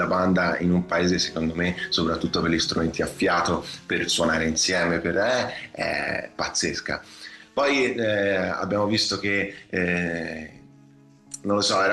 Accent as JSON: {"language": "Italian", "town": "Cecina", "region": "Tuscany", "country": "Italy", "tie": "born or raised there", "also_born_or_lived": "Livorno", "moved": "as an adult", "lives_now": "Vicopisano, Italy", "said": "siamo nati lì a Cecina, siamo cresciuti, diciamo, nella banda."}